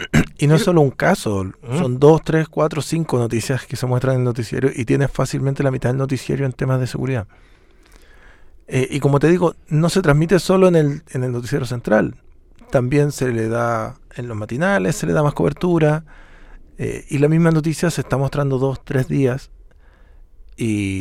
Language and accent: Spanish; Chile